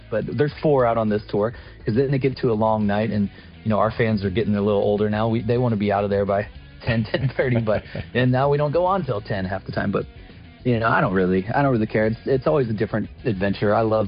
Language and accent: English; St. Louis, Missouri, United States; we're all from St. Louis and we grew up together skateboarding